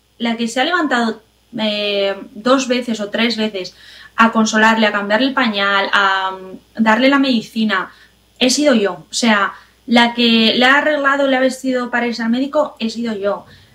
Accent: Spain; moved away as an adult; now in United States; yo soy madre, aquí soy española, pero viviendo en Estados Unidos, si no me conoces, y llevo aquí casi 4 años.

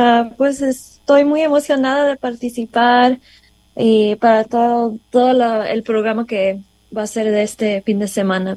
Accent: Central Valley, California, United States; creciendo aquí en el Valle, yo crecí en los programas de mariachi de mi papá en las escuelas

